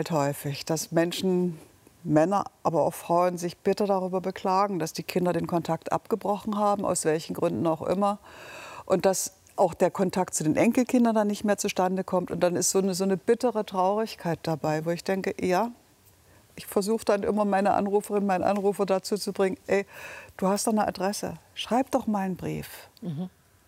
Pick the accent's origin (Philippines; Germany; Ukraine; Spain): Germany; East Germany; das konnte ich aber als Ossi nicht.